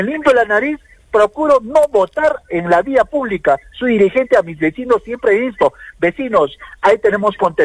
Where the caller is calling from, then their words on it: Arequipa, Peru; vivo en Mariano Melgar.